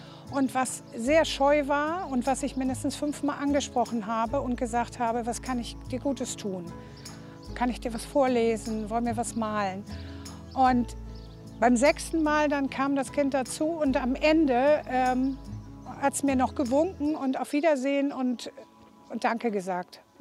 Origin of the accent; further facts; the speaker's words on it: Hamburg, Germany; ich komme aus Hamburg-Wandsbek, bin 60 Jahre alt, verheiratet, ein Sohn.